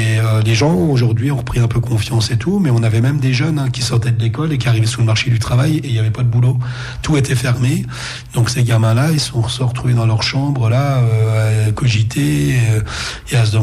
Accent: Nancy, Grand Est, France; moi, je viens de la ville, hein, je suis de Nancy, j'ai habité tantôt à Nancy, tantôt à Laxou, donc je connais bien tout le tissu urbain et tout ça.

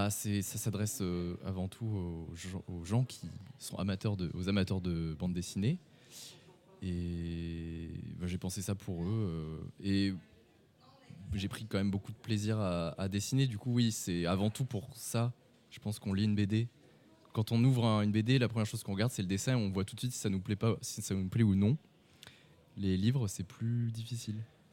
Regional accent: Nouvelle-Aquitaine, France; now in Limoges, France; Ça fait 2 ans que j'habite à Limoges maintenant. D'accord. Voilà. Oui, je suis du cru.

